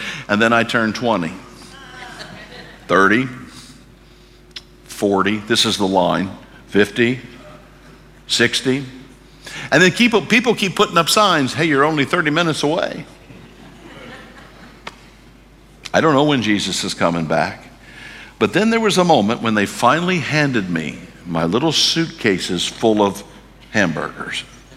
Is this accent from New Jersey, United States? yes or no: no; St. Louis, Missouri, United States; I grew up in St. Louis.